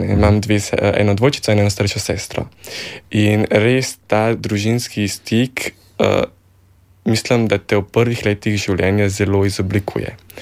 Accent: Kranj, Upper Carniola, Slovenia; now in Ljubljana, Slovenia; da bi šel recimo tudi na frizersko šolo v Kranj, ker sem iz Kranja, sem še vsem tišel v Ljubljano

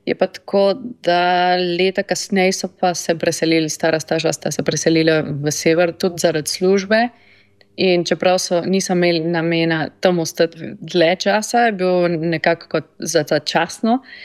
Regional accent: San Miguel de Tucumán, Tucumán, Argentina; Slovenian is a second language; moved away as an adult; now in Slovenia; Sem se rodila v Tukumanu, to je v severu Argentine. Sem tam živela praktično celo življenje, 27 let. In potem sem pa se preselila sem v Slovenijo in tukaj živim že 3 leta pa pol približno. Imam pa slovenske korenine

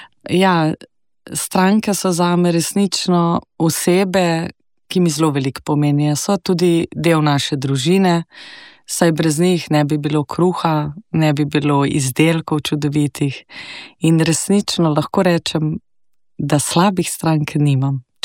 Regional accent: Bohinjska Bela, Upper Carniola, Slovenia; Prihajam iz Gorenjske, iz Bohinjske Bele.

